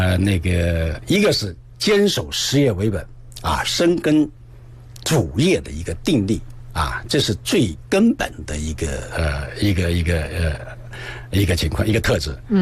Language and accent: Chinese; Guangdong, China; 按照我们广东话来讲呢